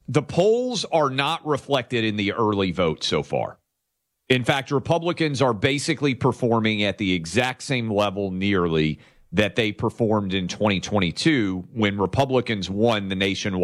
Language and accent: English; Tennessee, United States; Places like my home state of Tennessee are now coming online.